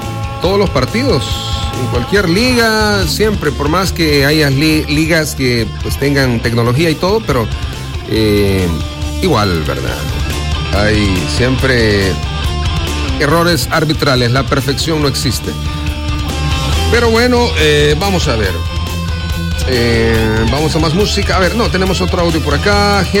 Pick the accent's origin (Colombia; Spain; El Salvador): El Salvador; born there; al menos yo no he nacido en Argentina. Ni en España tampoco. Yo nací aquí en El Salvador y siempre lo sostengo.